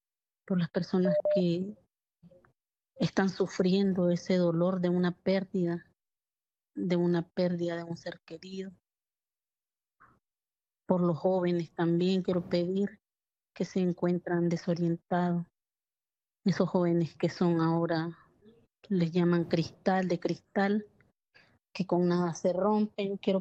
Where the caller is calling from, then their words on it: Estelí, Nicaragua; Estoy llamando de Nicaragua.